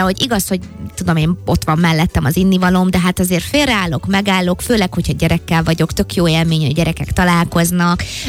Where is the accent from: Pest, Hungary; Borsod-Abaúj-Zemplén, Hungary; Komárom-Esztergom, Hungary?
Pest, Hungary; Dunaharaszti; én Dunaharasztin nőttem fel, és hát lehet, hogy valakinek mond valamit, az Uzsoki utca, az egy ilyen kis városszéli, kicsit kihaltabb, ráadásul még akkor pláne, valahogy úgy tényleg így a város peremén laktunk